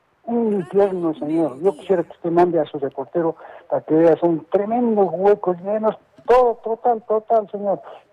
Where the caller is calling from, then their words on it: Yarabamba, Arequipa, Peru; Nosotros venimos de Yarabamba, señor, de Quequeña